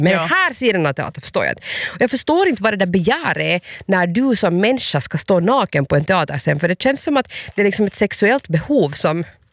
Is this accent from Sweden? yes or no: no; Hanko, Uusimaa, Finland; jag är från Hangö